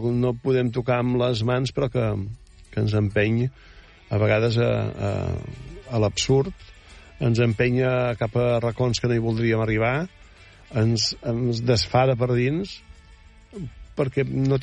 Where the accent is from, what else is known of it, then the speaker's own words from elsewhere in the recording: Menorca, Balearic Islands, Spain; com a menorquí